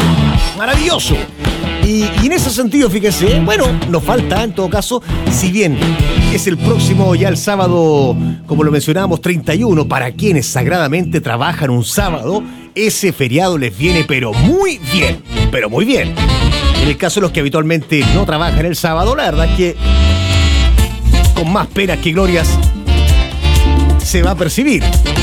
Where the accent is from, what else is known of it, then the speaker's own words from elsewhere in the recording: Chile; Y bueno, usted sabe que como buenos chilenos y chilenas, uno de los países con más feriados around the world.